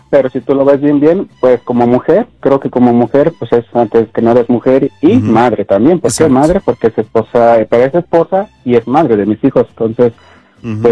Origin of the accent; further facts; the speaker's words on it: Tlaxcala, Mexico; moved away as an adult; tengo 8 meses ya en mi tierra natal, que es el estado de Tlaxcala.